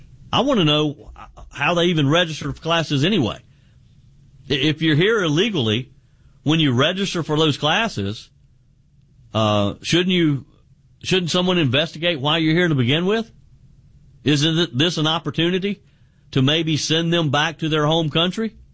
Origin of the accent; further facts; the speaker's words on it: South Carolina, United States; he called out Dr. Annie Andrews in my home state of of South Carolina